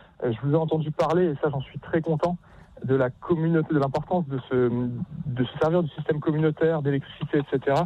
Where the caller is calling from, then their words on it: Lyon, Auvergne-Rhône-Alpes, France; je suis sur Lyon